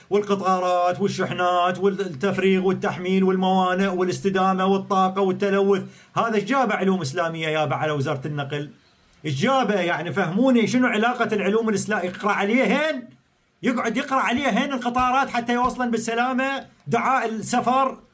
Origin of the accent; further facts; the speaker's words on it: Iraq; أنتوا عبارة عن عار علينا إحنا كعراقيين